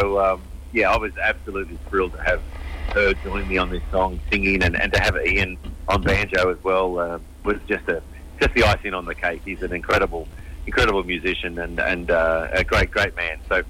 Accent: Wagga Wagga, New South Wales, Australia; I grew up in Wagga, so I'm very, Wagga and Goulburn are very similar in winter.

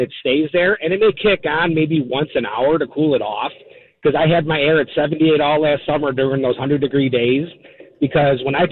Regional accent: Chicago, Illinois, United States; See, I grew up in Chicago, so I used to work for an HVAC company

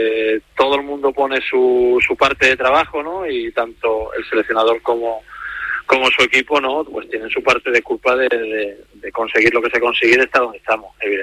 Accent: Jerez, Andalusia, Spain; Yo estoy muy contento aquí en mi tierra, estoy muy contento en Jerez

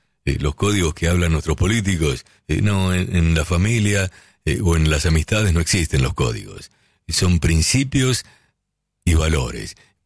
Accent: Buenos Aires, Argentina; Recuerdo mi casa de Caballito, que cada tanto paso por allí, pero han cambiado bastante.

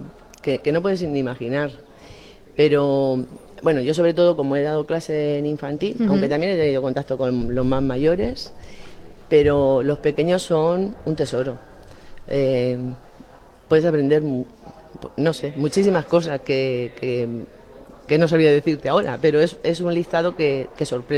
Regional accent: San Miguel de Salinas, Valencian Community, Spain; also born or lived in Almería; en mi pueblo, soy San Miguelera.

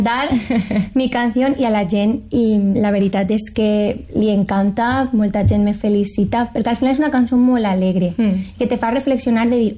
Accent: Paiporta, Valencian Community, Spain; esteu tots i totes convidats a un festival que faran en el meu poble, en Paiporta, sobre la Dana, per a recaudar fondos, i ahí estaré cantant les meues cançons.

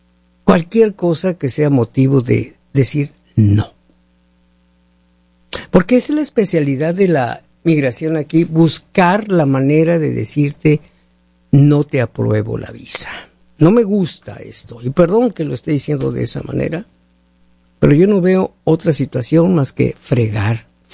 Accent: Hermosillo, Sonora, Mexico; now in United States; Yo sé que están sufriendo muchísimo calor allá en nuestra tierra.

